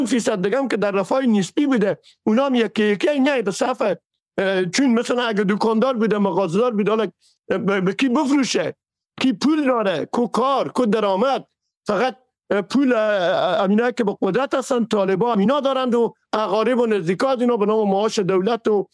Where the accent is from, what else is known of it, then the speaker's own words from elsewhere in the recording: Herat, Afghanistan; شخص خودمه که از هرات هستم